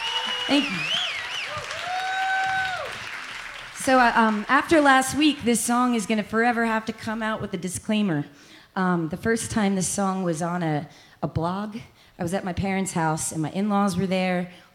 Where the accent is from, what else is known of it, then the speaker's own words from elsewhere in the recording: New Jersey, United States; I'm from New Jersey.